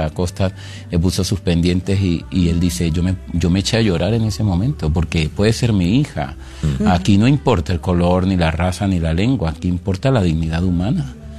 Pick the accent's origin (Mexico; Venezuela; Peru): Venezuela; Yo digo, no, soy de Venezuela. Vivo aquí en este momento